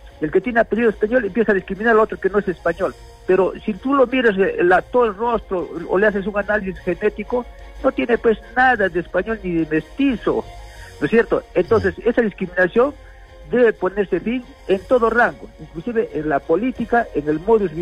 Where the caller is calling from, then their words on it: Peru; nos rebaja como peruanos que somos.